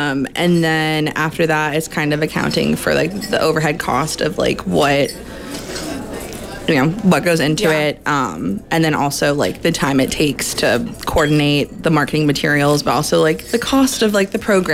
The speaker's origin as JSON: {"language": "English", "town": "Chicago", "region": "Illinois", "country": "United States", "accent": "Chicago", "said": "My Chicago accent often comes out while I'm doing it"}